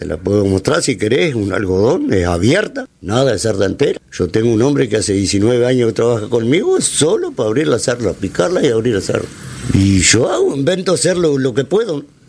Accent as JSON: {"language": "Spanish", "country": "Uruguay", "tie": "born or raised there", "also_born_or_lived": "Saldaña", "said": "Nací en Saldaña, criado en Las Cañas."}